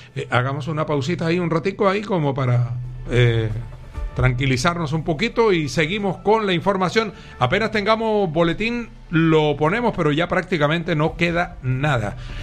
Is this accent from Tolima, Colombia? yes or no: no; Córdoba, Colombia; Como cordobés, me llena de orgullo que un hijo de esta tierra pueda llegar a la presidencia con la mirada puesta en las regiones. Desde Córdoba encontrarán un aliado